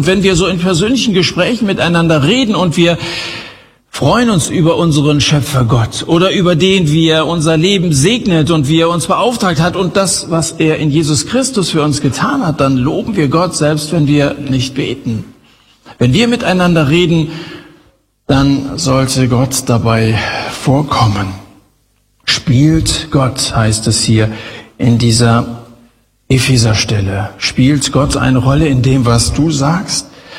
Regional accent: Hesse, Germany

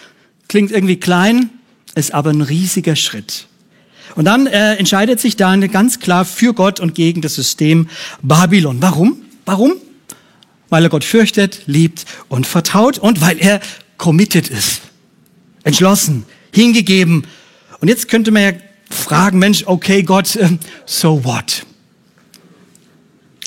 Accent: Bavaria, Germany; ich komme aus dem Bayerischen, Fränkischen

